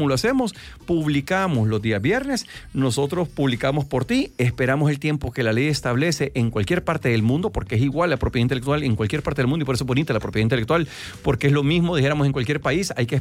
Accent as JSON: {"language": "Spanish", "country": "El Salvador"}